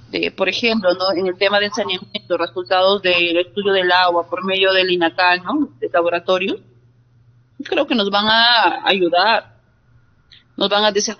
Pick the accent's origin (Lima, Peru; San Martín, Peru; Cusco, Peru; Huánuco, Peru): Huánuco, Peru; como peruana, como huanuqueña, como regidora, conozco el problema de mi ciudad.